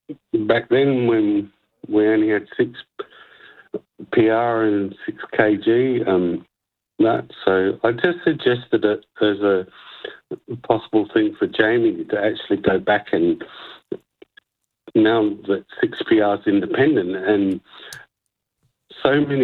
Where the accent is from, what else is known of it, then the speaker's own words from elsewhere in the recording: Kambalda, Western Australia, Australia; also born or lived in Kalgoorlie; Yeah. Or Kambalda.